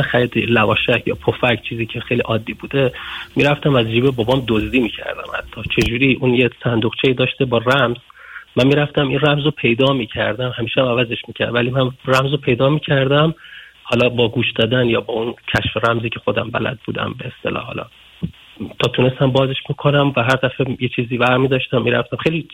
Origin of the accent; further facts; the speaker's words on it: Iran; من توی شهرستان خیلی کوچیک توی ایران به دنیا آمدم، و این توی خانواده بسیار بسیار فقیر و با شرط خیلی سخت زندگی می کردیم